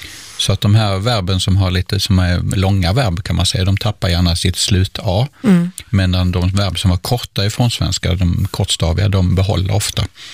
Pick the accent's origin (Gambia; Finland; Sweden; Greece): Sweden; southern Sweden; Och då är det så att i södra Sverige, där jag kommer ifrån, då har vi bara det bakre sje-ljudet.